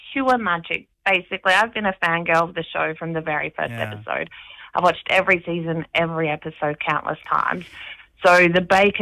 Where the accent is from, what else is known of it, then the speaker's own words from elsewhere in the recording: Port Pirie, South Australia, Australia; moved away as an adult; I grew up in Port Pirie, so I lived there my whole life until I was about 23, until I met the love of my life and had to move away. So, yeah, I definitely grew up everything Port Pirie.